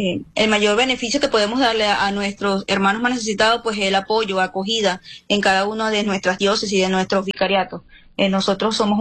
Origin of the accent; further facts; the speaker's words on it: Tucupita, Delta Amacuro, Venezuela; soy de Tucupita, en Tucupita. Del Tamacuro.